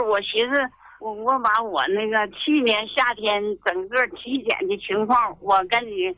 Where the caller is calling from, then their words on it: Dalian, Liaoning, China; 我是大连的。